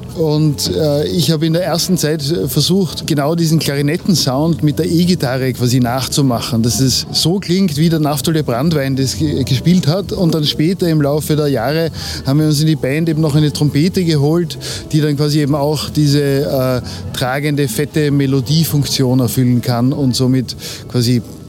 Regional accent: Austria; ich bin Österreicher und somit ist es definitiv österreichische Musik.

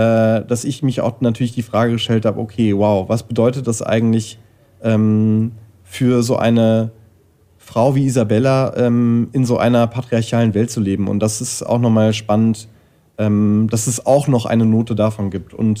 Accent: North Rhine-Westphalia, Germany; born there; moved away; Ich komme aus der Nähe von Neuss, das ist bei Düsseldorf, und da gibt es ein Globe-Festival und da war ich manchmal als Kind.

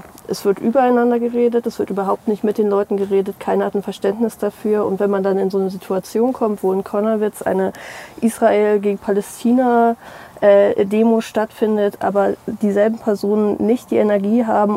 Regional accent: Saxony-Anhalt, Germany; now in Leipzig, Germany; ich komme ja jetzt aus Sachsen-Anhalt

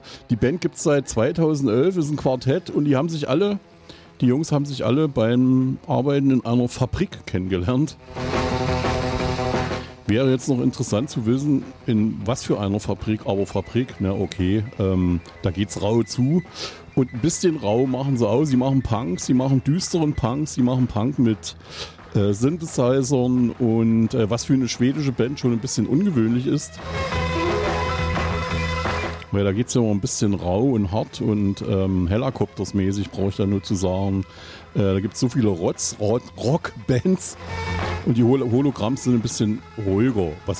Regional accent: Eisenach, Thuringia, Germany; ich komme aus Eisenach

